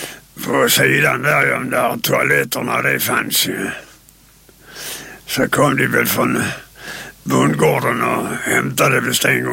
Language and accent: Swedish; Malmö, Skåne, Sweden; born there; also born or lived in Landskrona / Minnesberg; Jag är född i Landskrona kommun. Och sen har jag bott i Minnesberg, men Malmö sedan 1957.